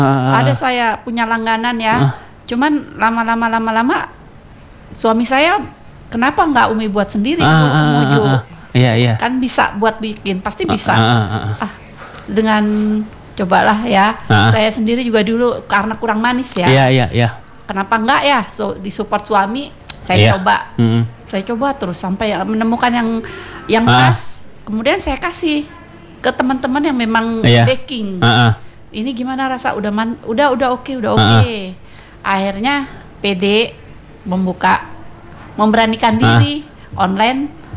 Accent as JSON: {"language": "Indonesian", "region": "Jakarta", "country": "Indonesia", "moved": "yes", "lives_now": "Pekanbaru, Indonesia", "said": "Saya aslinya dari Jakarta."}